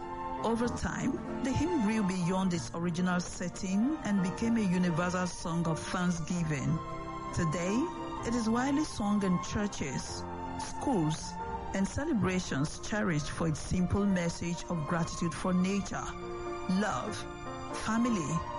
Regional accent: Ireland; from Ireland.

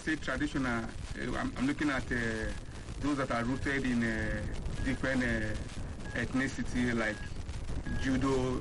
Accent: Rivers, Nigeria; I am from River State in a tribe called Ekpe.

